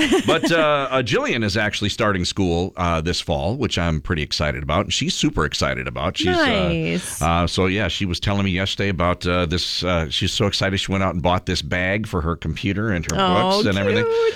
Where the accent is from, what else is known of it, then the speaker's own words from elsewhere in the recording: Medford, Wisconsin, United States; I grew up in Medford, Wisconsin.